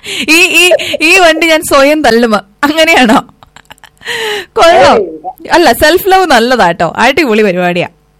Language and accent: Malayalam; Thrissur, Kerala, India; ഞാൻ തൃശ്ശൂര്.